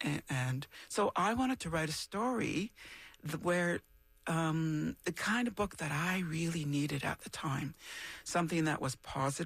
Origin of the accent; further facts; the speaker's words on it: Temagami, Ontario, Canada; when I grew up in Tomogamy, in Northern Ontario